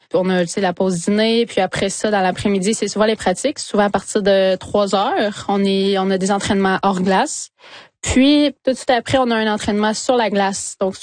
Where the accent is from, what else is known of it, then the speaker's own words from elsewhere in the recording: Trois-Rivières, Quebec, Canada; J'ai grandi à Trois-Rivières, puis être à Montréal avec l'équipe de hockey féminin, ça fait partie de ma vie.